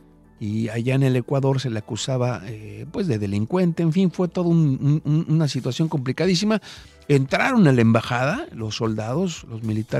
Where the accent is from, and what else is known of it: Mexico